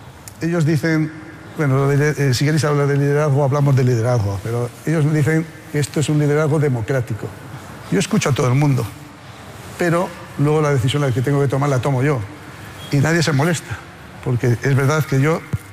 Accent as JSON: {"language": "Spanish", "town": "Haro", "region": "La Rioja", "country": "Spain", "tie": "born or raised there", "said": "en un pueblo maravilloso, que les invito a visitar, mi pueblo es Aro, en La Rioja, fantástico."}